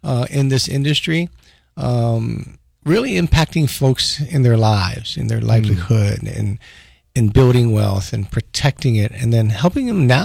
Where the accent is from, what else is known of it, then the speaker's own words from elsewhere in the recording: Honolulu, Hawaii, United States; also born or lived in Palisades; From Honolulu. I was born in Palisades. My father was a colonel in the Army and traveled around the country. Saw 40 of the 50 states by the time I was 14, lived in Palisades, and then we caught the Lurline.